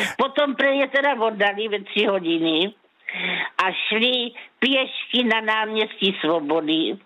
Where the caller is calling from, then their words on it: Újezd u Brna, South Moravian Region, Czechia; já jsem teda pocházím z újezda u Brna